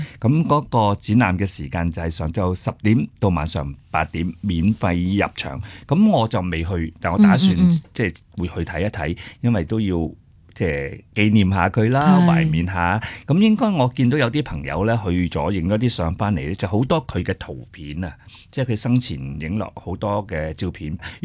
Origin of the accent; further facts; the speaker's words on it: Hong Kong; 我哋香港人